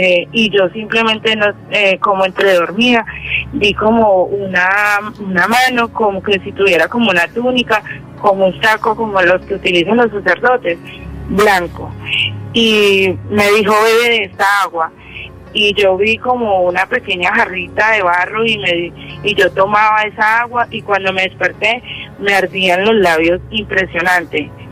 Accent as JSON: {"language": "Spanish", "town": "Pereira", "region": "Risaralda", "country": "Colombia", "said": "porque cómo le parece que pues yo soy de Pereira"}